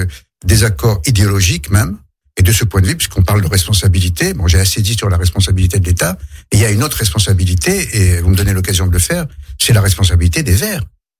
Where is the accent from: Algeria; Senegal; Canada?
Algeria; now in France; Moi, quand je suis arrivé d'Algérie dans les années 70 en France, j'étais très heureux de découvrir les quatre saisons